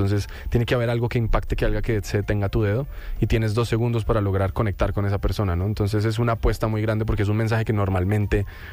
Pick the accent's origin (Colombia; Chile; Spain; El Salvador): Colombia